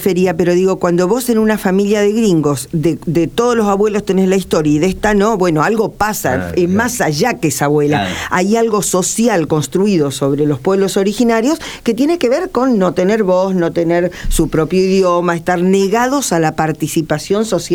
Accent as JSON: {"language": "Spanish", "region": "Santa Fe", "country": "Argentina", "said": "somos todos santafesinos"}